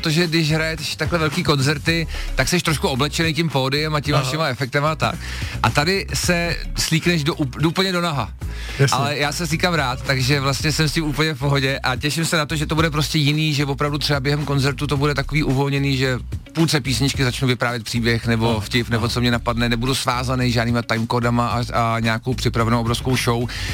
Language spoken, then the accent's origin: Czech; Železná Ruda, Plzeň Region, Czechia; Železná Ruda mimochodem moc hezký město, hrozně se dalo dohromady. Aha. A mi se hodně lidí zajímá, jak odkud pocházím, kde jsem vyrost, už teď tam jako často za mnou jezdí fanoušci a tak nějak to berou, že to je se mnou spojený